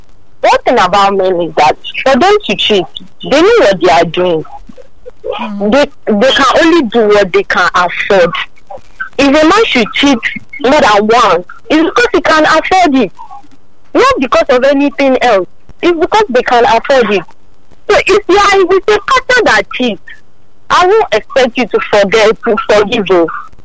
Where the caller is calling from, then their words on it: Osogbo, Osun, Nigeria; I'm calling from Oshun State, Oshogbo.